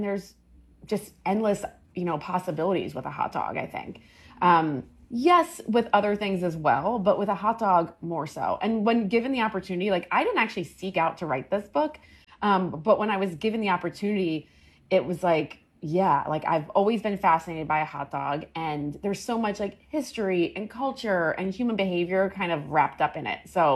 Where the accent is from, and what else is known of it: Maryland, United States; born or raised there